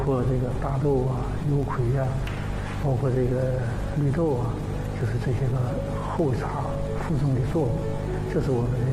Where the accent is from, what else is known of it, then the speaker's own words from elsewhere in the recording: Baicheng, Jilin, China; moved away; 我老家就是百城地区的